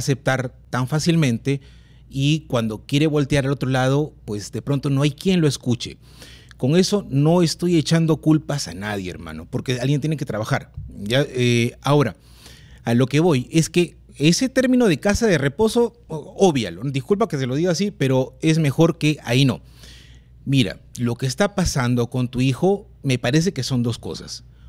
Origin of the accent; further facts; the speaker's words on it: Callao, Peru; yo soy chalaco también